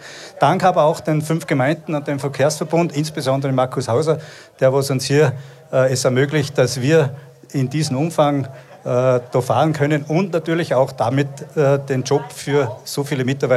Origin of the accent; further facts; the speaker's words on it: Salzburg, Austria; Ich darf die Steiermark in der Steiermark arbeiten als Salzburger